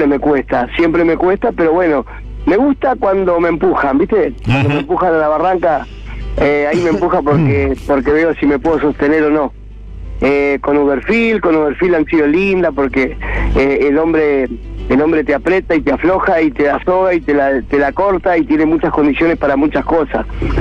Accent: Rosario, Santa Fe, Argentina; now in Pueblo Esther, Argentina; Sí, yo soy nacido en la cuna de la bandera y criado un poco en la isla, por ahí, ahora resido en la ciudad de Puebla Ester, pero sí, soy nacido en Rosario

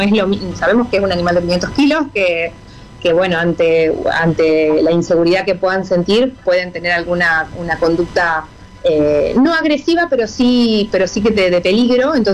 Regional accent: Entre Ríos, Argentina; born there; now in Rosario, Argentina; nací en Entre Ríos hace 45 años

